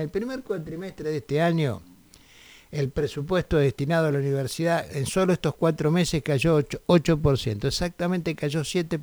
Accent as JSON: {"language": "Spanish", "country": "Argentina"}